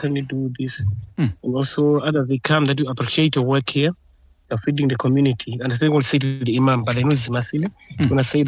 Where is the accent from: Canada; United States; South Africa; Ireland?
South Africa; Khayelitsha, Western Cape; now in Langa, South Africa; Remember that I studied in Langa. Originally, I'm from Khayelitsha. So I moved here to Langa in 2009 to do this job of imamat.